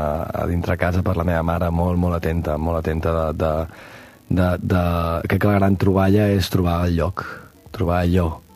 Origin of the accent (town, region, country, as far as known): Verges, Catalonia, Spain; born or raised there